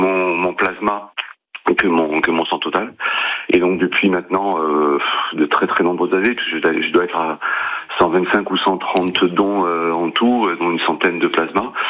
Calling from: Perpignan, Occitanie, France; De Perpignan, je suis de Perpignan.

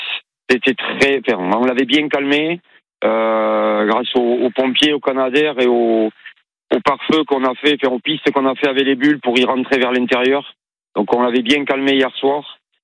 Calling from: Parentis-en-Born, Nouvelle-Aquitaine, France; Moi, je suis sur Parentis, oui.

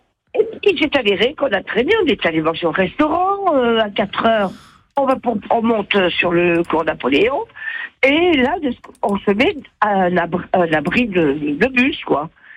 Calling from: Corsica, France; moi je suis dans le sud, là, je suis à Sceaux.

